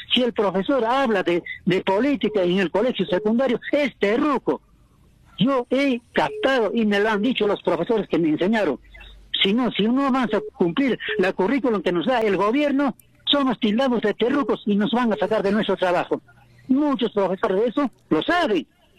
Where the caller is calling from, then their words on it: Peru; Y eso es lo que estamos esperando los peruanos.